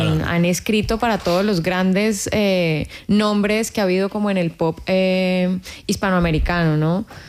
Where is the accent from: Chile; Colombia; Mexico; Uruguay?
Colombia; Me hace falta a mí, especialmente, que vengo además de Colombia y que vengo de familia caficultora